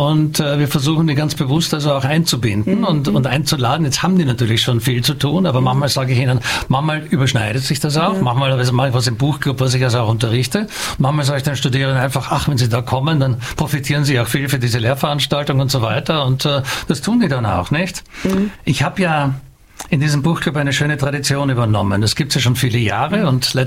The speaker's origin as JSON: {"language": "German", "country": "Austria", "also_born_or_lived": "Dortmund", "moved": "yes", "lives_now": "Budapest, Hungary", "said": "als Österreicher ist mir überhaupt ein Anliegen, die Literatur meines Landes im Ausland zu zu vermitteln."}